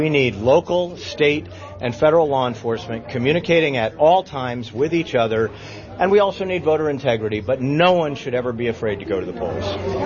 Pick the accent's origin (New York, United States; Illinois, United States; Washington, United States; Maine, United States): Maine, United States; I grew up in Maine. Mercury in our lakes is wrong.